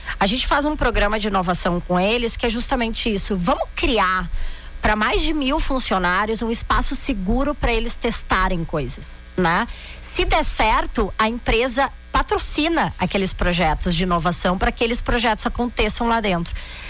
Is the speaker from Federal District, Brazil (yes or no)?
no; Rio Grande do Sul, Brazil; accent: gaúcho; Eu sou gaúcha, né? Como todos puderam perceber pelo meu sotaque.